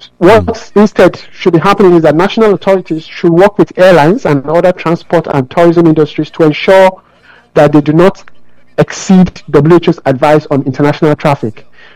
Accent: Nigeria; I'm a Nigerian. I'm carrying a Nigerian passport.

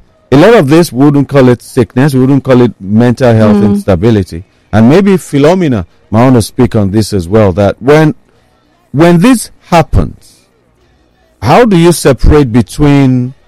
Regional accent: Nigeria; And so as a Nigerian

